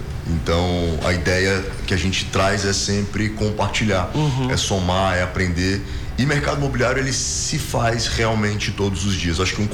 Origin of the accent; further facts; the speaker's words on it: Manaus, Amazonas, Brazil; Eu falo isso como manauara